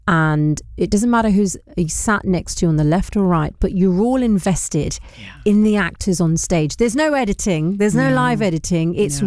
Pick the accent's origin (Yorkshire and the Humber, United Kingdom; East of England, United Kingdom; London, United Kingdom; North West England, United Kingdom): London, United Kingdom; as biased as this might sound for me as a Londoner, there is something in the water here in London.